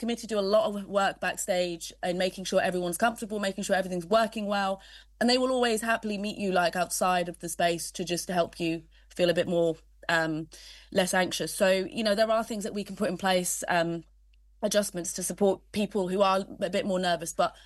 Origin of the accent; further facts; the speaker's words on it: Surrey, South East England, United Kingdom; growing up in Surrey as an LGBTQ plus person, there wasn't really much out there for me as a student.